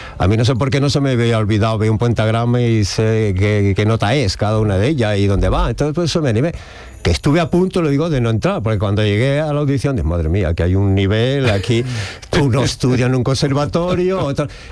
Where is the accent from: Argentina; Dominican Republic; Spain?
Spain; Aranda de Duero, Castile and León; Yo de niño cantaba, me acuerdo, en una escolanía de mi tierra. Yo soy de Burgos, de Aranda de Duero, y allá en la escolanía cantaba, ¿no?